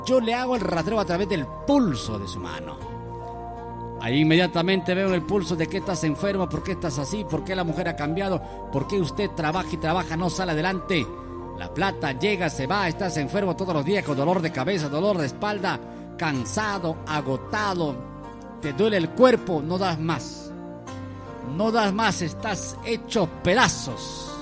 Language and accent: Spanish; Huacho, Lima, Peru; now in Lima, Peru; Yo soy de la ciudad de Huacho. Yo soy de la ciudad de Huacho. De Huacho, la tierra de curanderos, brujos, hechiceros, tierra de alzadores, tierra de maestros de alta magia, Huacho. Yo tengo mi santuario en Lima más de 20 años.